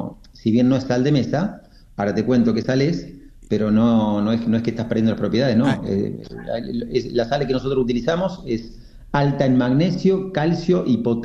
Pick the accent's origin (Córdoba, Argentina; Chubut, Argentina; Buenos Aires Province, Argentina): Buenos Aires Province, Argentina; San Pedro; soy de San Pedro, como bien dijiste